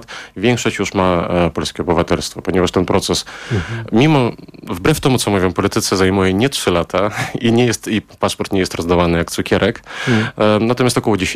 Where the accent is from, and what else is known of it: Belarus; now in Poland